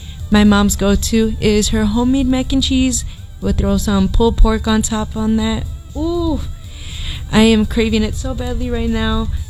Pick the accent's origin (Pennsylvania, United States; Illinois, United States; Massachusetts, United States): Illinois, United States; Chicago; We're from Chicago. Can't put ketchup on our hot dogs.